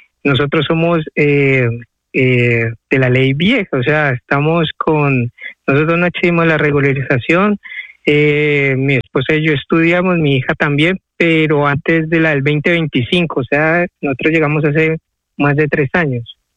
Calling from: Madrid, Community of Madrid, Spain; Hola, buenos días. … me comunico de Madrid.

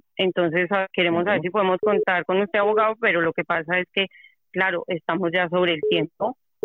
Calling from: Alcorcón, Community of Madrid, Spain; Hablas con … de Alcorcón.

